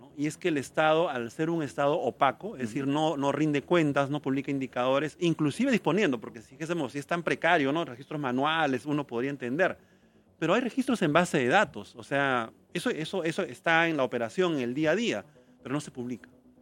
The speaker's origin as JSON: {"language": "Spanish", "country": "Peru", "said": "en realidad somos nosotros los peruanos, ¿no?"}